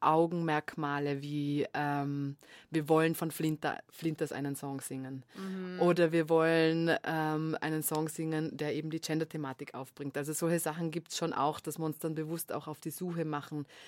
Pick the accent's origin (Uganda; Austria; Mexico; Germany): Austria; Vorarlberg; Ich komme ja aus Vorarlberg und da macht man immer Wienwochen.